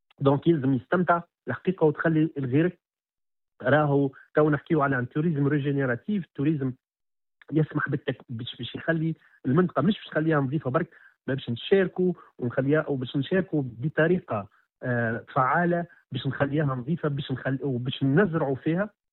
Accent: Mahdia, Mahdia Governorate, Tunisia; إني الحقيقة من مدينة المهدية

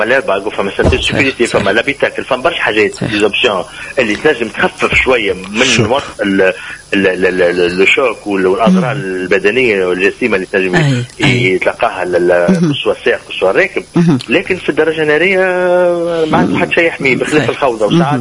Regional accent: Tunisia

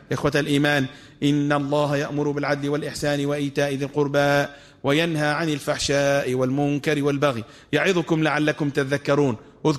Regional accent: Tunisia; اللهم اجعل بلدنا تونس أمنا أمانا، رخاء سخاء،

